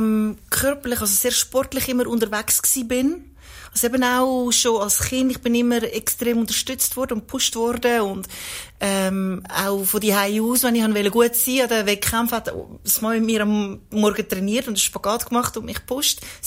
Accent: Wetzikon, Zurich, Switzerland; born there; Ich bin in Wetzikon, Zürich geboren. Bin in einer sehr behüteten, eigentlich fast perfekten Familie aufgewachsen.

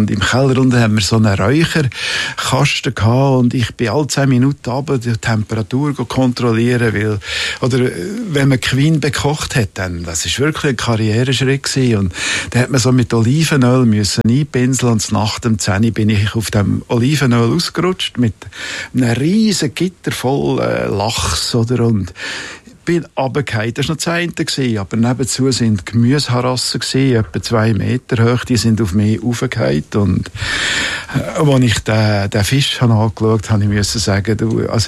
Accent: Bern, Switzerland; und bin auch zum Käser im Emmental, wo ich herkomme, Weltmeister dreifache in Fritzenhaus.

